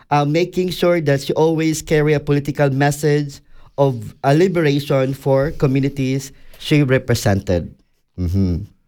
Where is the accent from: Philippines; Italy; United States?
Philippines; Visayas; first language Cebuano; English is a second language; now in Switzerland; in my mother tongue, in my language, Henna in Bisaya